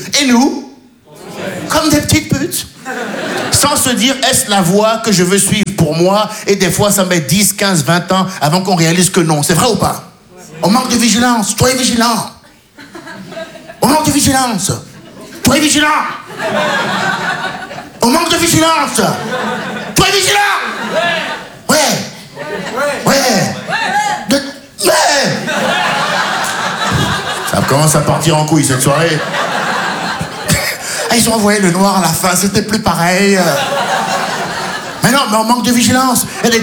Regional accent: Benin; dis, je suis franco-béninois. Ouais, mais je me dis, maintenant, quand les impôts, ils viennent, je suis béninois.

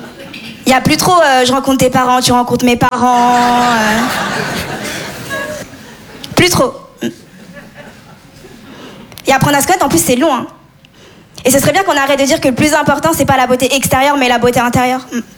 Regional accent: Comoros; also born or lived in Mayotte / Madagascar; Je suis comorienne maoraise malgache. C'est des îles dans l'océan Indien. Ce qui explique mon teint aussi.

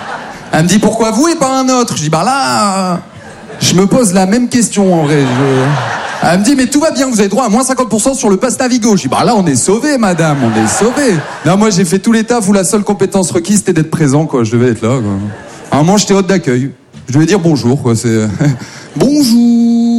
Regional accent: Maubeuge, Hauts-de-France, France; now in Paris, France; Moi je viens de Maubeuge. Ouais, ça met jamais une bête d'ambiance

